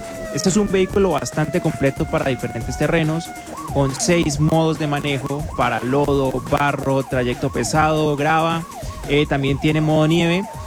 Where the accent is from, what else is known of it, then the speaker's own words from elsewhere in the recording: Popayán, Cauca, Colombia; now in Neiva, Colombia; Yo soy de Popayán.